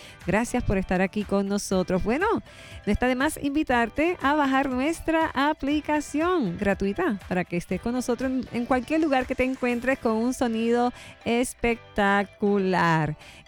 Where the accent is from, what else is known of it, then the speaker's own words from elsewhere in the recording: Corozal, Puerto Rico; yo no sé dónde están los de mi pueblo de Corozal.